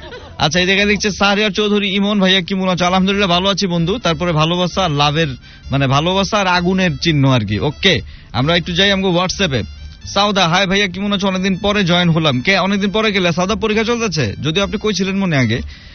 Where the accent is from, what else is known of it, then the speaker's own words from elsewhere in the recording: Dhaka, Dhaka Division, Bangladesh; আমি ঢাকাইয়া কয়ে কোনো সরম নাই